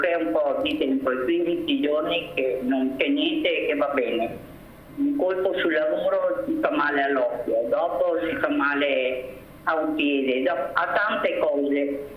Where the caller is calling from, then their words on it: Verona, Veneto, Italy; da Verona.